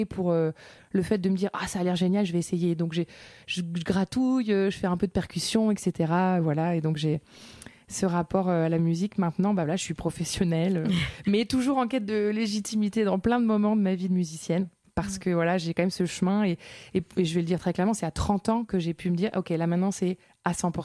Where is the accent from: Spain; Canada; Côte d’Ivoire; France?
France; Lorient, Brittany; moi je viens de Bretagne, j'ai grandi à Lorient et donc je me sens profondément porteña, comme on dit en espagnol, c'est-à-dire habitante d'un port.